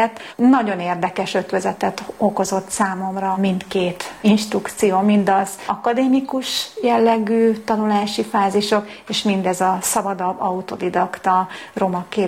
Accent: Budapest, Hungary; Budapesten születtem, de a 6. kerületben nőttem fel. Szép emlékeim vannak gyerekkoromból.

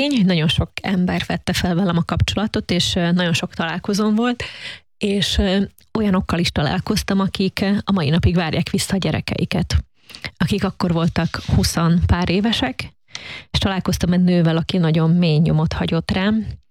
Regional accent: Šamorín, Trnava Region, Slovakia; Én felvidéki vagyok, egy kisvárosban származom, Csalóközből, Somorjáról

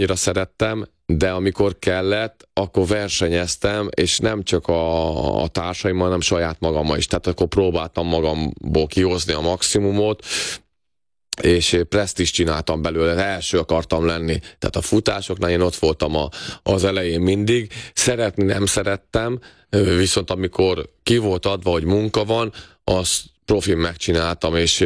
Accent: Kaposvár, Somogy, Hungary; Kaposváron születtem, és még 12 évesen az volt az álmom, hogy a egyszer a Rákócziba játszhassak, ami sikerült is, aztán nagyon hamar elkerültem

